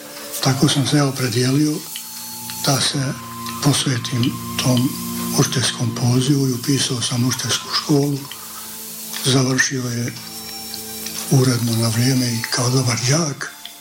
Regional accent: Stjepan Polje, Federation of Bosnia and Herzegovina, Bosnia & Herzegovina; Ja sam iz Stjepan Polja i u nas u Stjepan Polju u ono vrijeme kad sam ja bio dijete bili su učitelji sa Kosova

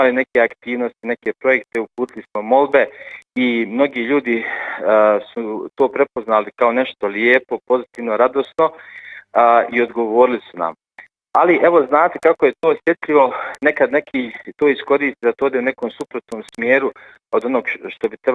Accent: Sarajevo, Federation of Bosnia and Herzegovina, Bosnia & Herzegovina; also born or lived in Croatia; I ja sam ponosan, evo isto vam mogu reći, kao Sarajlija, kao onaj kome je Bog darovao ovaj grad

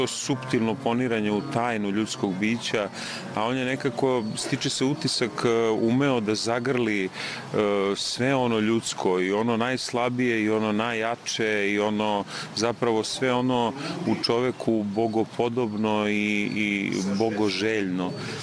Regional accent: Žiča, Šumadija and Western Serbia, Serbia; i sam sam poreklom iz Žiče gde je on episkopstvovao

